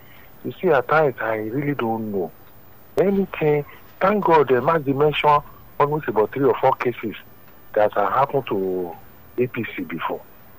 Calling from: Ogba, Lagos, Nigeria; I'm calling from Ogba.

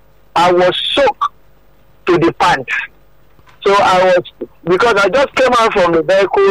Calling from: Lagos, Nigeria; I'm calling from Lagos.

